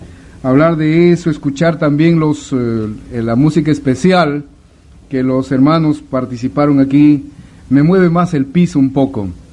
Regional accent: Cajamarca, Peru; yo quería ir a mi pueblo a ser un misionero. Y siempre yo me compré un sello, se entiende lo que es sello, ¿verdad? Ya para sellar documentos. Y decía, mi sello decía, misionero a Cajamarca. Cajamarca es un departamento de Perú, al norte. Y yo soy cajamarquino.

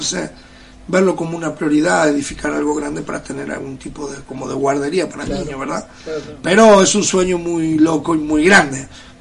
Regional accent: Buenos Aires, Argentina; now in Tucumán, Argentina; soy de Buenos Aires, necesito volver de vez en cuando.

